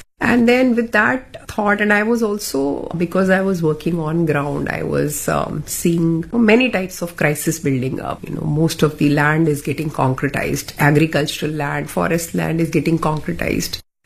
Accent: Delhi, India; born or raised there

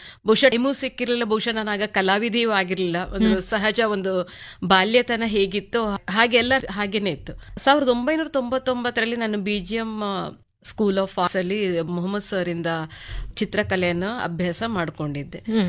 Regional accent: Saligrama, Karnataka, India; born there; moved away as an adult; also born or lived in Sagara / Udupi / Mangalore / Sharjah, UAE; ನಾನು ಆಕ್ಚುಲಿ ಹುಟ್ಟಿ ಬೆಳೆದಿದ್ದು ಸಾಲಿಗ್ರಾಮ, ಕೋಟ, ಉಡುಪಿ ಜಿಲ್ಲೆ ಬರ್ತದೆ.

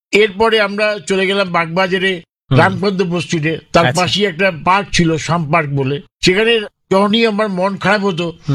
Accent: Kolkata, West Bengal, India; ছোটবেলাটা আমার কেটেছে বিনস্ট্রিটের কাছে, WC বেঞ্জি স্ট্রিট।

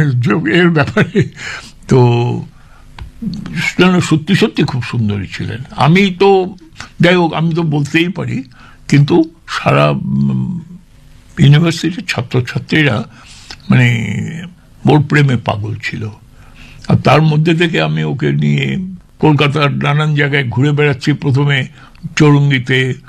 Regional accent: Bikrampur, Dhaka Division, Bangladesh; moved away; also born or lived in Kolkata, India; আমার জন্ম হয়েছিল কলকাতায়, কিন্তু আমার শৈশব কেটেছিল পূর্ব বাংলার ঢাকা জেলার বিক্রমপুরে।

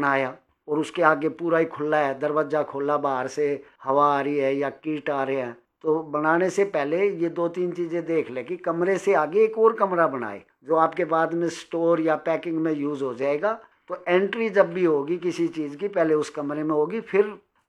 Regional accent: Delhi, India; मैं तो दिल्ली का ही रहने वाला हूँ

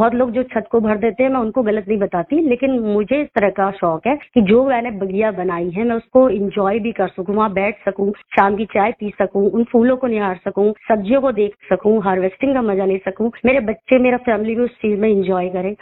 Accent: Uttarakhand, India; moved away; मैं पहाड़ों से हूँ, मैं बेसिकली उत्तराखंड से हूँ

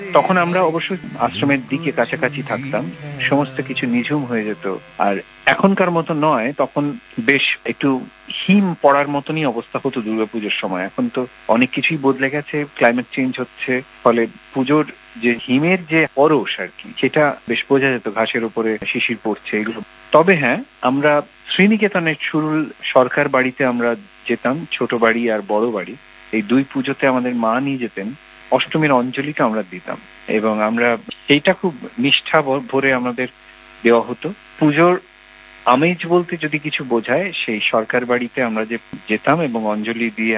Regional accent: Santiniketan, West Bengal, India; আমার ছোটবেলা তো শান্তিনিকেতনে কেটেছে

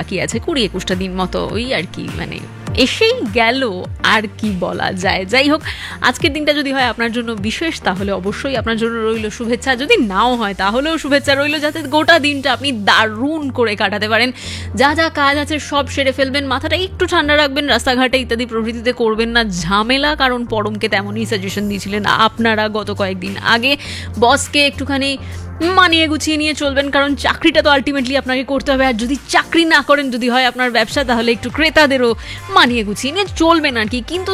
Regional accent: India

